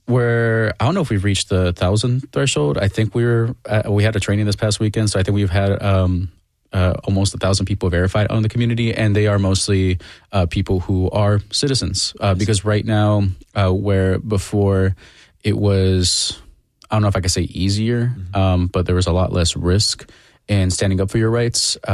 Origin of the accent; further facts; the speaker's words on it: Bedford County, Tennessee, United States; I'm from Bedford County